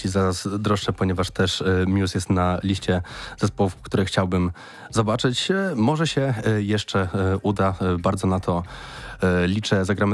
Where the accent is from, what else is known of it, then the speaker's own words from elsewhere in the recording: Warsaw, Masovian Voivodeship, Poland; ja jestem z Warszawy